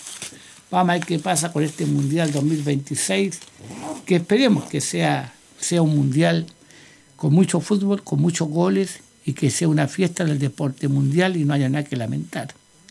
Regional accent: Chile; nosotros como chilenos

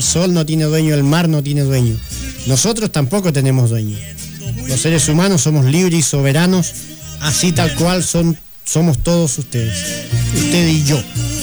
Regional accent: Meulín Island, Los Lagos, Chile; allá en la isla de Meulín a hacer nuestro lanzamiento allá en mi tierra

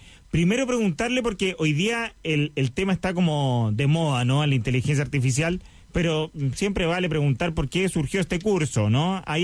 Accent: Santiago, Santiago Metropolitan Region, Chile; Es que yo soy de Santiago, entonces para mí, efectivamente, soy de esos que piensa que después de Santiago, yo soy de Viña del Mar, de Santiago al sur es sur.

